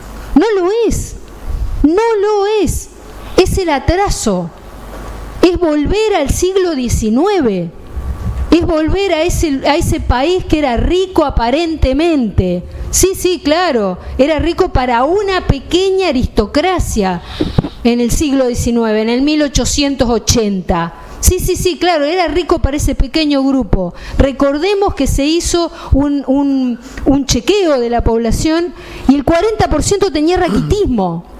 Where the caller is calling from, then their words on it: Santa Fe province, Santa Fe, Argentina; Aguante, sí, la provincia de Santa Fe. Soy santafesina también.